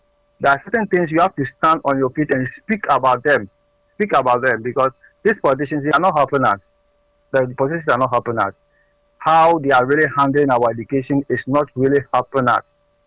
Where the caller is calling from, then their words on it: Takoradi, Western Region, Ghana; from Takoradi.